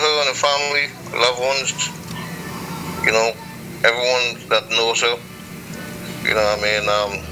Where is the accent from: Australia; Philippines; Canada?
Canada; now in Florida, United States; I grew up in Canada